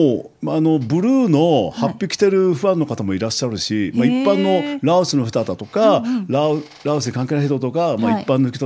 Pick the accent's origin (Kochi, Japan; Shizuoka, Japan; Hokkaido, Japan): Kochi, Japan; moved away; 高知県出身でセクシー&ダンディボイスの